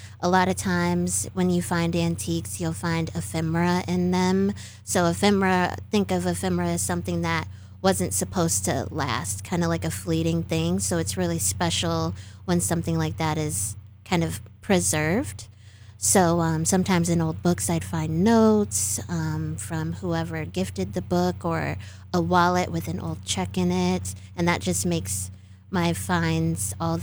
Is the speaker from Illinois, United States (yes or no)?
yes; Chicago, Illinois, United States; moved away; I grew up in Chicago, so I was around a lot of that historic architecture.